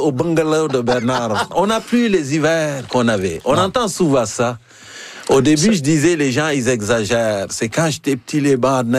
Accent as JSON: {"language": "French", "country": "Senegal", "tie": "born or raised there", "said": "moi, j'ai grandi au Sénégal, où le climat, c'est un peu pareil."}